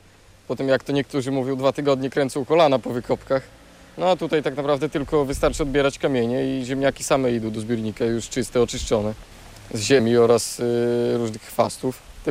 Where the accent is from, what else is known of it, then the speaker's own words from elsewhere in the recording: Podlaskie Voivodeship, Poland; U nas na Podlasiu